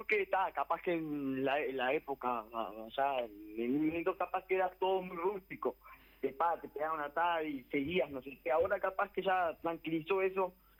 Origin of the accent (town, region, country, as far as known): Uruguay